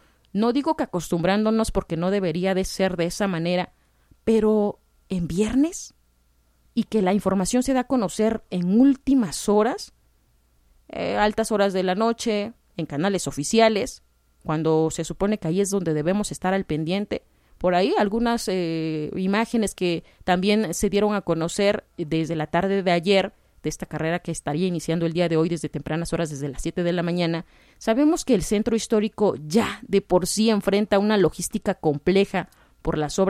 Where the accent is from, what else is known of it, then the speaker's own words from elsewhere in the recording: Oaxaca, Mexico; nosotros como oaxaqueños